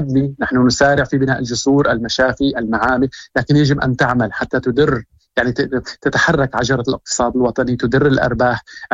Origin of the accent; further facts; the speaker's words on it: Syria; أنا كمواطن سوري